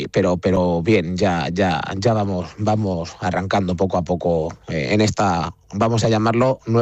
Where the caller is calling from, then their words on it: Castilla-La Mancha, Spain; hasta que yo ya llegué de nuevo a Bayuela